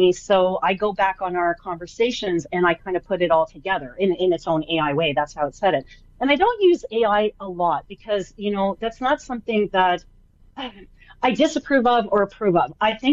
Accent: Canada; I'm Canadian, ways. I'll still say that.

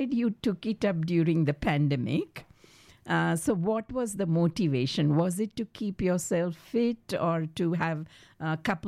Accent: Hyderabad, Telangana, India; moved away; I grew up in Hyderabad

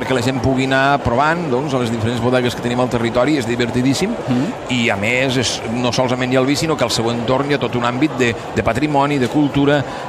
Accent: Lleida, Catalonia, Spain; soc un lleidatà com toca, diguéssim.

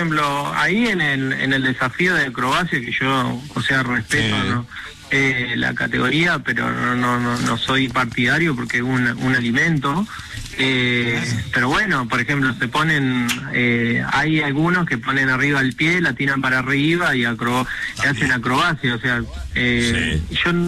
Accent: Argentina; como somos los argentinos

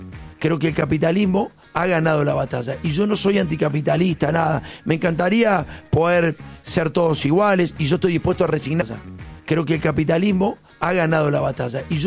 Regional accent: Argentina; lo que somos verdaderamente los argentinos

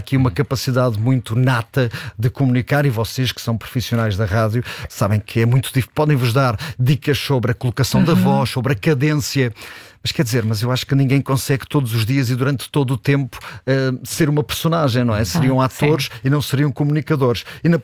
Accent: Alentejo, Portugal; moved away as an adult; now in Lisbon, Portugal; vivi fora de Lisboa há muitos anos, sou alentejano e portanto vim para Lisboa já bastante tarde

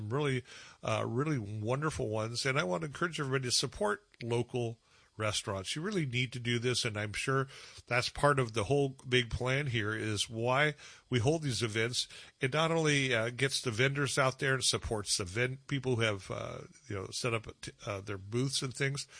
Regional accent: Ireland; Being Irish, so I love the good Irish food down there

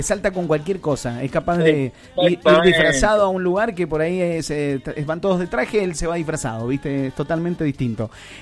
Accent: Maipú, Argentina; maipucino, entonces como yo

